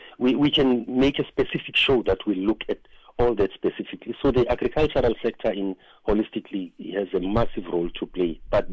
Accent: Johannesburg, Gauteng, South Africa; now in Cape Town, South Africa; When I grew up as a child, I grew up in Soweto

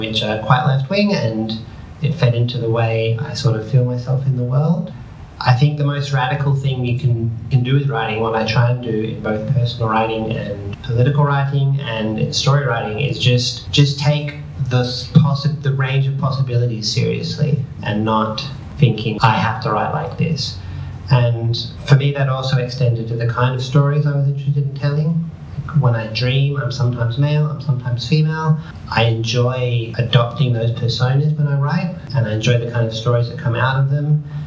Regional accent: Australia; also born or lived in England; I think growing up, the main way it affected me was that I was born in England and came to Australia, and I was born a boy but didn't feel like a boy.

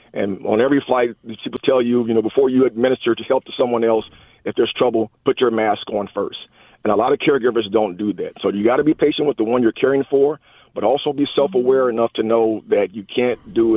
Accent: Jacksonville, Illinois, United States; So, again, we grew up in Central Illinois, 30 years in Jacksonville.

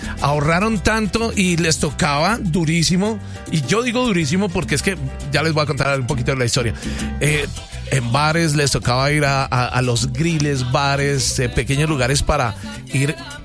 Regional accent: Cali, Valle del Cauca, Colombia; mi tierra bella, Cali

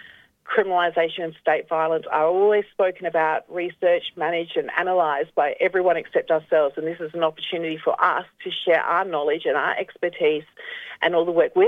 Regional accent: South Australia, Australia; I was born and raised on Kaurna country, but my mother's country is in the southwestern areas, the one they call Victoria. But I wasn't raised by my mother, but I was raised here in Kaurna country.

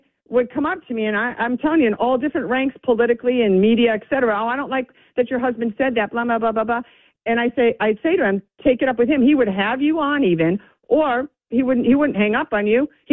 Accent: New York City, New York, United States; And I'm forever, I'm a New Yorker. I love New York City.

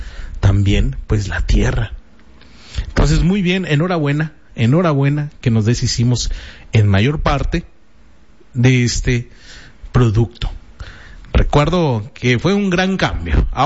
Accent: Mexico; muchos somos pues originarios de México, de Latinoamérica

